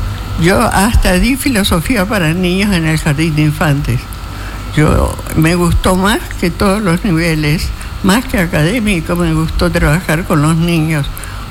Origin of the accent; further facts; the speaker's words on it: Chaco, Argentina; yo soy chaqueña, nacida, criada, estudiada, todo